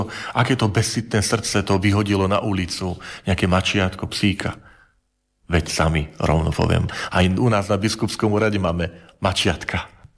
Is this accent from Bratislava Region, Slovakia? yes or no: no; Žilina Region, Slovakia; ja som z Horavy, takže častokrát som mal pred očami, nikdy som tam nebol.